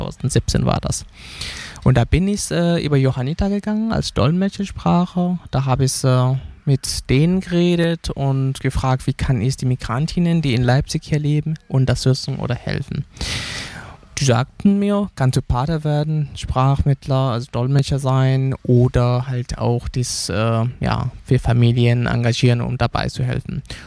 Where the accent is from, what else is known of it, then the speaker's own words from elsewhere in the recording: Senegal; German is a second language; die auch ihre Eltern aus meiner Heimat in der Nähe kommt, in Senegal.